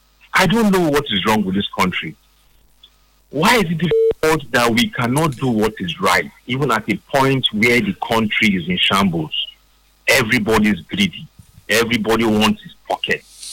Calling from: Port Harcourt, Rivers, Nigeria; I'm calling from Port Harcourt.

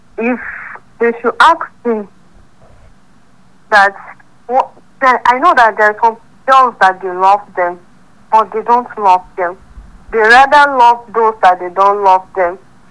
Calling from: Bukuru, Plateau, Nigeria; from Bukuru.

